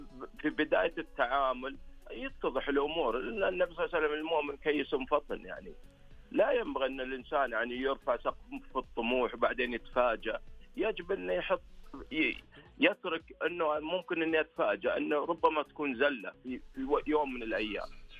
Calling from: Riyadh, Riyadh Province, Saudi Arabia

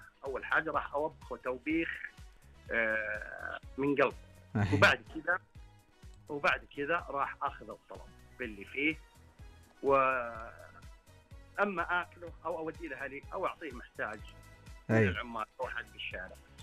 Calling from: Hafar Al-Batin, Eastern Province, Saudi Arabia; أكلمكم من حفر باطن

